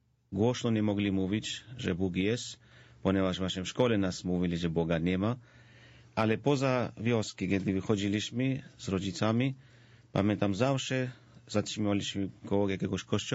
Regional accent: Georgia; Polish is a second language; moved away; Ja jestem Gruzinem, jak już nazwisko też wskazuje. Urodziłem się i wychowałem się w Gruzji.

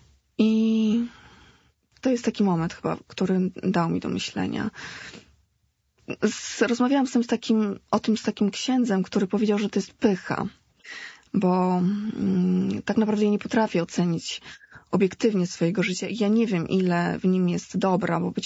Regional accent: Warsaw, Masovian Voivodeship, Poland; also born or lived in Africa; Urodziłam się w Afryce, tam 4 lata spędziłam, a potem już przeprowadziliśmy się do Polski. Mieszkam w Warszawie od 4 roku życia przez cały czas.

